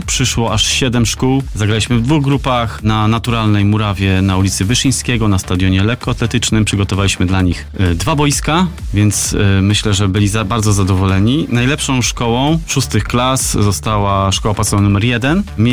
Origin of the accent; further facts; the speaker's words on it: Ostróda, Warmian-Masurian Voivodeship, Poland; Środowisko tenisa stołowego u nas w Ostródzie jest bardzo fajne, przyjazne.